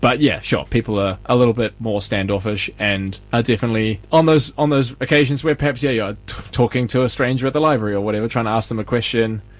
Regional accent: New Zealand; now in Sweden; when I first came to Sweden, my first thing, even before I moved here, is sort of like, okay, as New Zealander, what do you have? You have rugby.

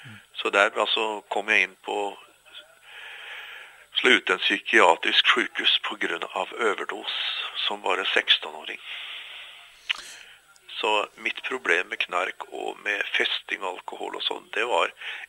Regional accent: Oslo, Norway; also born or lived in Tromsø; blev född närheten av Tromsö. Jag flyttade faktiskt ner med familjen när jag var 3 år gammal bara. Mm. Så jag har vuxit upp i Oslo.

